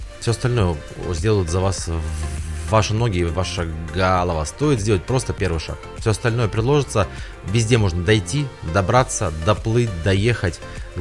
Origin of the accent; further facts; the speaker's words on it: Nizhny Novgorod, Nizhny Novgorod Oblast, Russia; из Нижнего Новгорода.